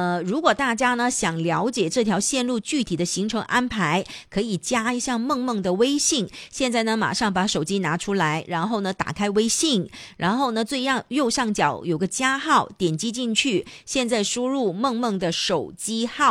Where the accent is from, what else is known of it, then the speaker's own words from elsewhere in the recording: Guangdong, China; 我们广东人特别是东莞的朋友呢